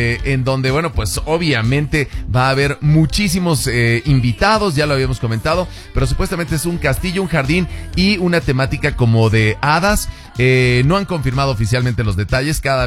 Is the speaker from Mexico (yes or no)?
yes; Mexico; Ya, siendo mexicano es así, pobre...